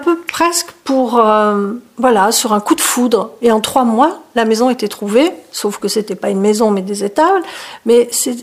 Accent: Marseille, Provence-Alpes-Côte d'Azur, France; moved away; also born or lived in Paris / Cotentin; Moi, j'ai grandi à Marseille. À Marseille, il y a de la garrigue, des montagnes calcaires blanches comme des eaux, et puis la mer brutale, bleue, intense.

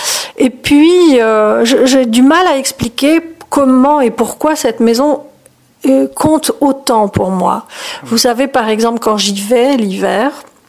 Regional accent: Marseille, Provence-Alpes-Côte d'Azur, France; now in Paris, France; toujours vécu dans les grandes villes, je viens de un peu nulle part, de la Méditerranée, j'ai grandi à Marseille

